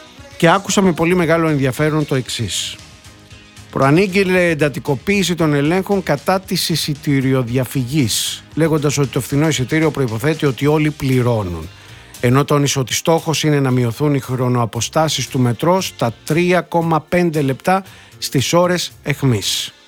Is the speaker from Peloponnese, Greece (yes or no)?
yes; Peloponnese, Greece; now in Athens, Greece; από τη Σπάρτη στα μέρη μας. Στους Μολάους, στη Μονεβασιά